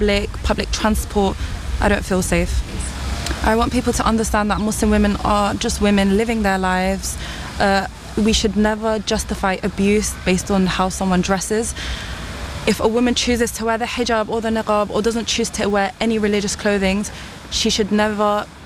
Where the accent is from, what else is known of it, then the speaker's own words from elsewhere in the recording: London, United Kingdom; I was born and raised in London and I've always felt safe wearing the hijab